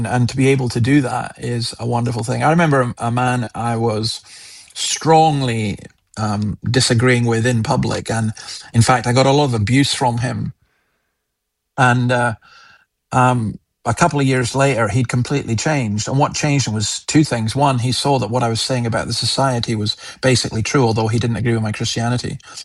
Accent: Scotland, United Kingdom; I'm actually quite opinionated and I'm Scottish

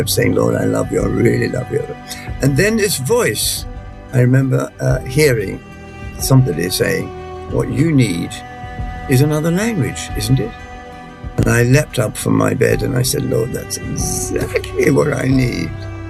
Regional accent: Scotland, United Kingdom; also born or lived in London; Yes, I was. Actually, I was born in London, but my family lived in the northeast of Scotland.

